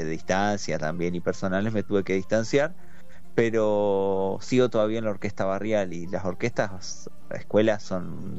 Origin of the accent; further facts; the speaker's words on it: Necochea, Buenos Aires Province, Argentina; moved away; yo soy crecí en Necochea